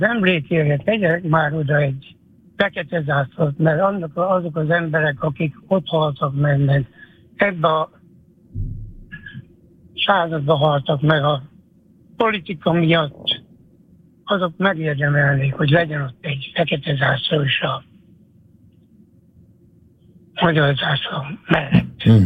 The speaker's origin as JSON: {"language": "Hungarian", "region": "Szabolcs-Szatmár-Bereg", "country": "Hungary", "tie": "born there", "said": "Én ott születtem azon a pályán, ahol Petőfi írta, hogy a falu végén kúrt a kocsma."}